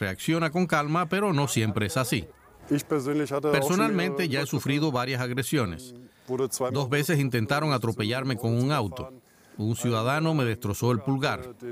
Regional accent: Netherlands; Spanish is a second language; Soy de Holanda, nací allí y nunca vi esto.

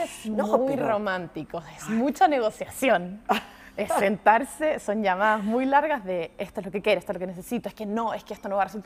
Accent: Santiago, Santiago Metropolitan Region, Chile; la gran comparación que tengo es con Santiago de Chile, que es donde más voy, de donde vengo, cuando voy a ver a mi familia

